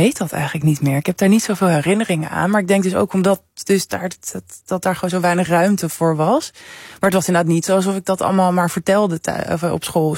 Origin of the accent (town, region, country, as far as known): Amsterdam, North Holland, Netherlands; born or raised there